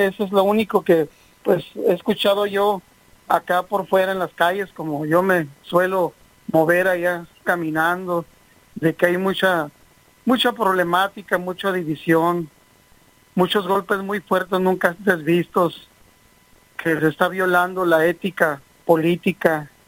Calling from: Tijuana, Baja California, Mexico; aquí en Tijuana

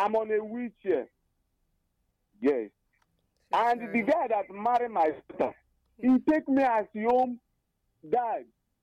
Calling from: Ebonyi, Nigeria; I'm calling from Ebonyi State.

